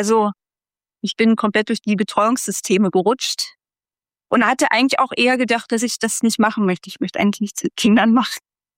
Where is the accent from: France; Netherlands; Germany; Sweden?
Germany; Berlin; Ich bin in Berlin groß geworden, ja, mittendrin.